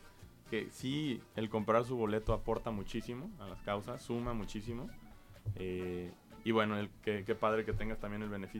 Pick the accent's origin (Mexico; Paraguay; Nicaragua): Mexico